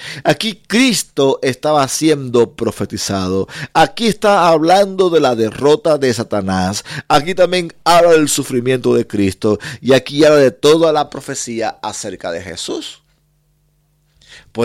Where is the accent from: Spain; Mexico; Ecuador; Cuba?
Cuba; En Cuba hubo guerras, conquistas, porque es de donde vengo.